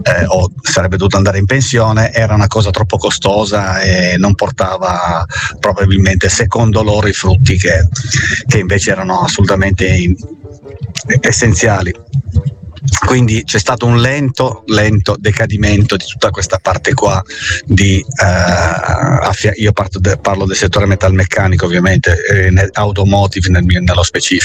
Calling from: Turin, Piedmont, Italy; da Torino.

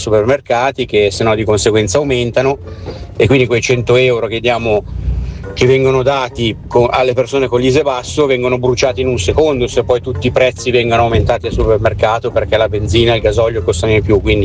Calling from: Milan, Lombardy, Italy; da Milano

